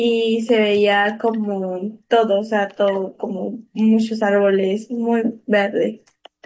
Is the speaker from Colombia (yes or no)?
no; Mexico; yo soy de México, entonces cuando me salí de mi estado, donde yo tipo iba a ver otro, como Oaxaca son de regiones, entonces yo me salí de una región